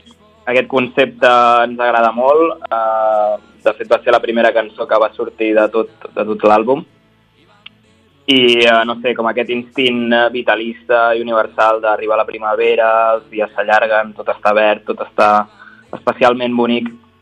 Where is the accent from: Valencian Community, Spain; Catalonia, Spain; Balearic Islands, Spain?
Catalonia, Spain; Jo soc de l'Alt Empordà